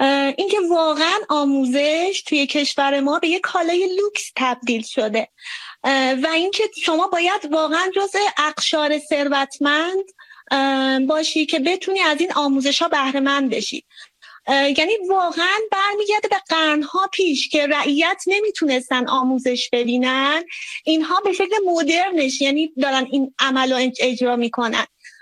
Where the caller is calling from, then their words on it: Tehran, Tehran Province, Iran; من از تهران هستم، ایران عزیزمون.